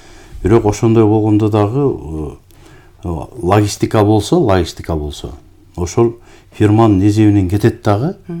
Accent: Talas Region, Kyrgyzstan; Мына биздин мына Таласта, менин төрөлүп өскөн жерим Талас болгондо фасоль бар.

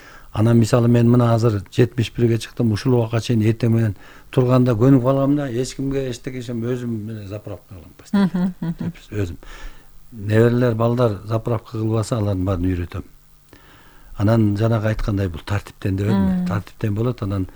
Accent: Bystrovka, Chuy Region, Kyrgyzstan; мен интернатта өстүм да, инилер менен эжекем болуп. Биз 6 эркек бир эжекебиз бар, 7 бир тууганбыз да. Анан атам чабан болгонго байланыштуу бизди интернатка өткөзгөн. Быстровка номер 1 гэс интернаты бар болчу.

